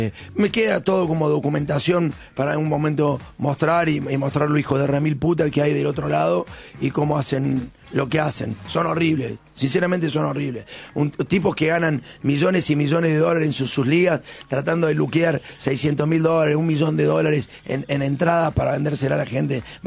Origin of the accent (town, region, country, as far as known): Argentina